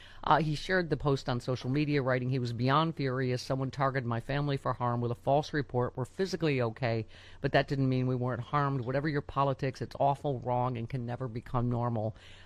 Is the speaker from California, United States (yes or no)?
no; Lockport, New York, United States; Growing up in Lockport, New York, as I recall... Arby's was delicious